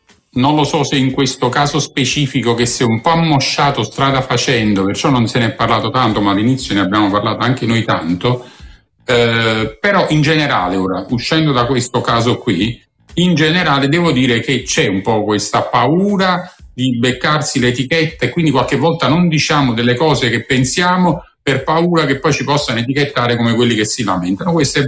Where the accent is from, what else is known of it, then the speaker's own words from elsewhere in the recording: Naples, Campania, Italy; come napoletani